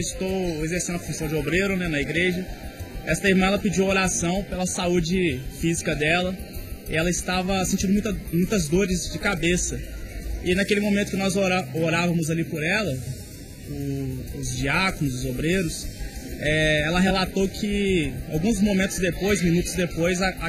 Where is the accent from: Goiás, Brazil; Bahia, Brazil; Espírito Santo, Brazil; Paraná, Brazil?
Espírito Santo, Brazil; Alegre; Eu sou da cidade de Alegre.